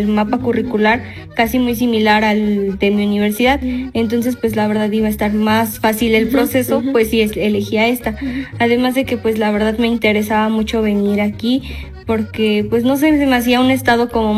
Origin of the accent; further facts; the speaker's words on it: Tlaxcala, Mexico; vengo del estado de Tlaxcala